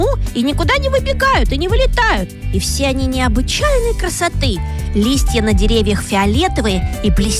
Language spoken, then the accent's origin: Russian; Nizhny Novgorod, Nizhny Novgorod Oblast, Russia; Привет, детское радио. … из Нижнего Новгорода.